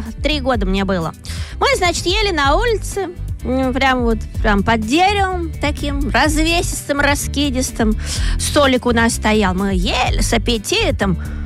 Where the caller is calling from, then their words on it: Izhevsk, Udmurtia, Russia; Мне 11, я из Ижевска.